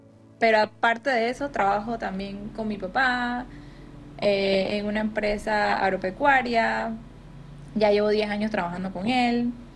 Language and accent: Spanish; Los Santos Province, Los Santos, Panama; now in Chitré, Panama; yo de Panamá, de la provincia de Los Santos, vivo en Chitré.